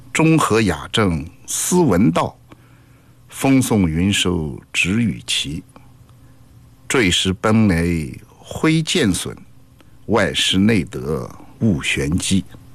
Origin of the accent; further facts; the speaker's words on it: Zoucheng, Shandong, China; 到我的家乡这个邹城，就是孟子的老家。